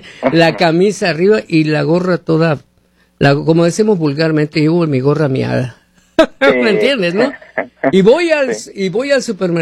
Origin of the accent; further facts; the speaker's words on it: Mexico; soy mexicano, ¿eh?